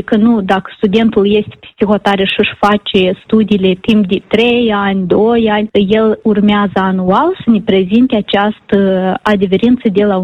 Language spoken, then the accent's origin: Romanian; Moldova